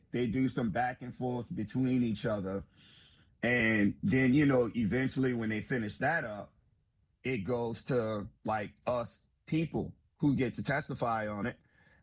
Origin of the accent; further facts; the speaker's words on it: New Orleans, Louisiana, United States; And I'm lucky that I grew up in New Orleans, because it is a blue dot in the red ocean.